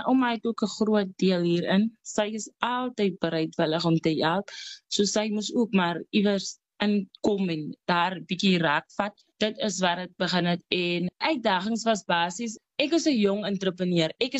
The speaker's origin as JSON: {"language": "Afrikaans", "town": "Upington", "region": "Northern Cape", "country": "South Africa", "tie": "born or raised there", "said": "Ek is grootgeword in Appington, ook hier gebore, Ek het by my ouma groot geword."}